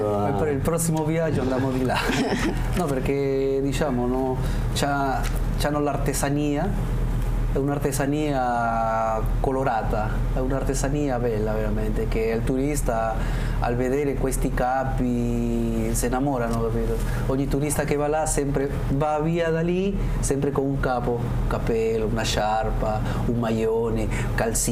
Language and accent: Italian; Lima, Peru; Italian is a second language; moved away; anch'io che sono di Lima